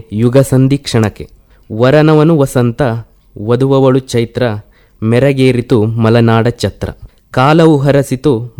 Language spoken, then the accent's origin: Kannada; Karnataka, India; ಮಲೆನಾಡಿನ ಪರಿಸರವೇ ನನ್ನನ್ನು ಸಾಹಿತ್ಯ ಲೋಕಕ್ಕೆ ಎಳೆದೊಯ್ಯುವಂತೆ ಮಾಡಿದ್ದು. ಆ ಮಲೆನಾಡಿನಲ್ಲಿ ನಾನು ಪ್ರತಿನಿತ್ಯ ಅನುಭವಿಸ್ತಕ್ಕಂತಹ ಒಂದು ಹಸಿರಿನ ಒಂದು ವಾತಾವರಣ ಇರಬಹುದು